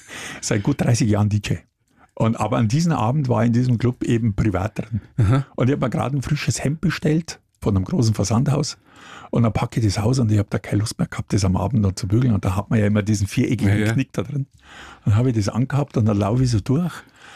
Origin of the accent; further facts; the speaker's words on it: Munich, Bavaria, Germany; die laden mich als Münchner